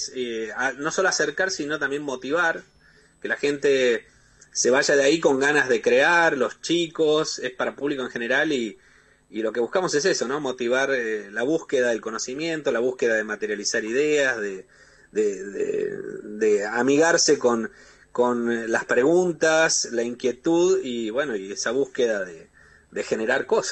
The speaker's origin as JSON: {"language": "Spanish", "region": "Córdoba", "country": "Argentina", "said": "Córdoba, que es de donde soy yo"}